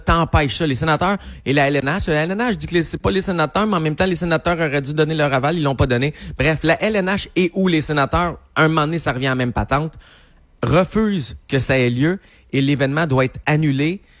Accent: Gatineau, Quebec, Canada; Moi, je suis de Gatineau, mais j'ai le goût de prendre pour le Canadien.

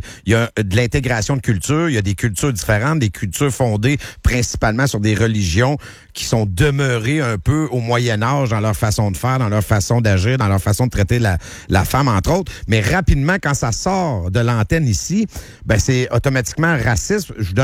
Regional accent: Quebec, Canada; Moi, je viens du début des années 80, donc l'air très PQ, très nationaliste, très nous sommes Québécois

